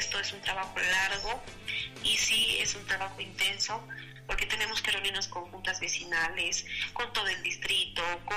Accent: Potosí, Bolivia; lo que somos los potosinos

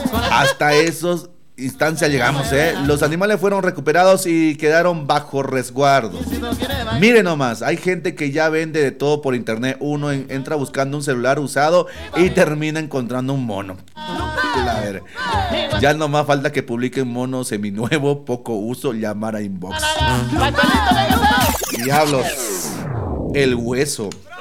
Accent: Bolivia; soy boliviano

